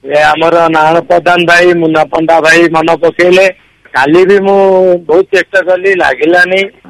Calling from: Cuttack, Odisha, India; ମୁଁ କଟକରୁ କହୁଥିଲି … କଟକ ଦେବରାରୁ।

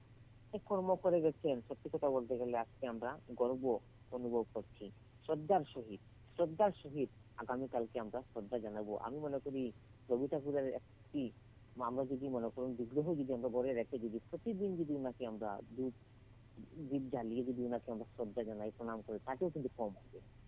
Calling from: Tribhumi district, Assam, India; অসম রাজ্যের ত্রিভূমি জেলা থেকে বলছি।

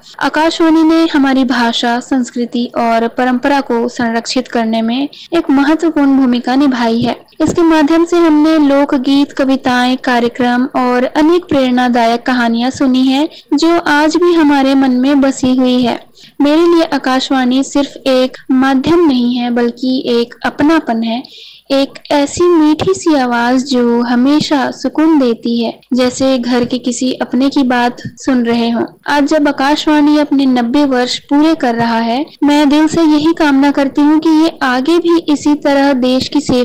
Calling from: Dhamtari, Chhattisgarh, India; मैं धमतरी की रहने वाली हूँ।

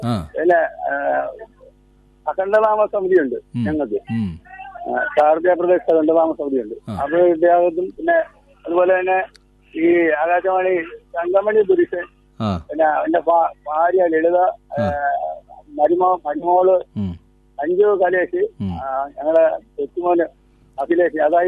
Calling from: Alappuzha, Kerala, India; ആലപ്പുഴയിൽ

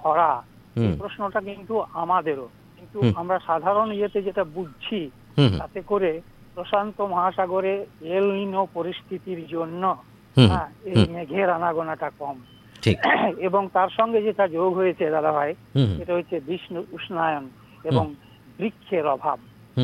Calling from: Dubrajpur, West Bengal, India

